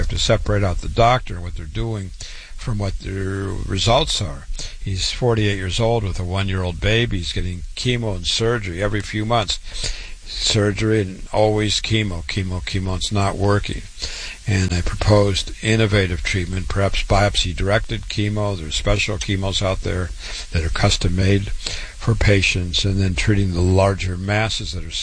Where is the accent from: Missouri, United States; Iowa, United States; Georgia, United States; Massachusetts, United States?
Iowa, United States; Waterloo; moved away; born and raised in Waterloo, Iowa.